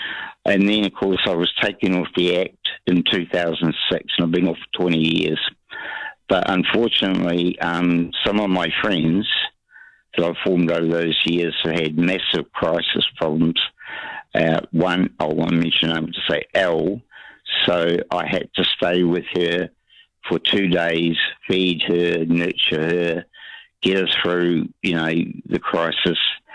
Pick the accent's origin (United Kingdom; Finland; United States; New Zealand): New Zealand; Waimana, Bay of Plenty; also born or lived in Whangarei; we grew up in Waimana near Whakatane, and you know, my parents decided one reason Dad wanted to change jobs